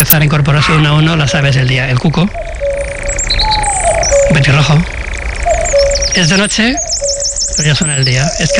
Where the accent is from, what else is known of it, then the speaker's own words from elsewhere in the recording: La Granja, Castile and León, Spain; Esta es la Alameda del Medio Punto, en mi pueblo, en La Granja, en Segovia.